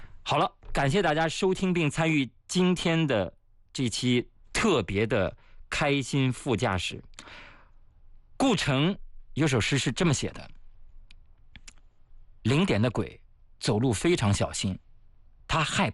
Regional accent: China

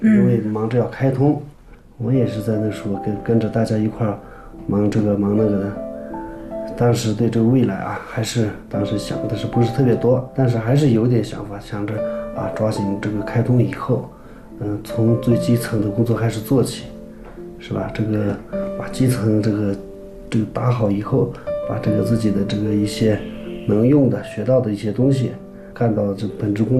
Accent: Tibet, China; born there; 然后想当初我也是选择这个专业建设咱们的家乡，

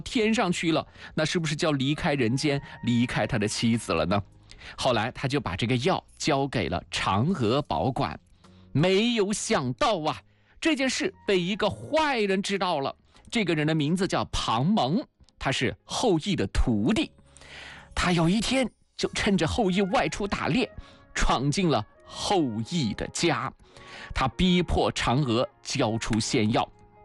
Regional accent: China

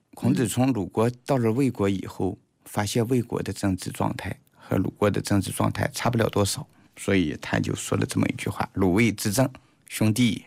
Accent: China; 就是我们中国人发现一个现象

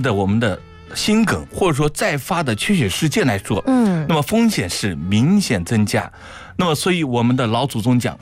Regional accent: China; 我们东方人或者说我们中国人

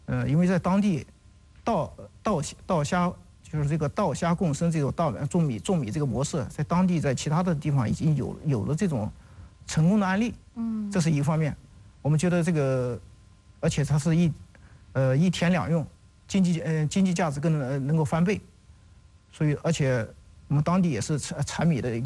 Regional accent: Anhui, China; 我们安徽这边

